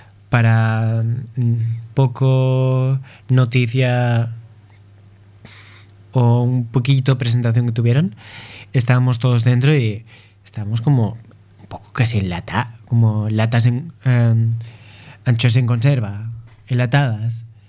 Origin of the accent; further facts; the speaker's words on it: Spain; moved away; yo soy español